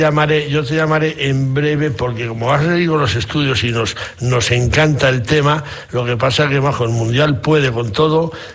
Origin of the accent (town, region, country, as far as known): Zamora, Castile and León, Spain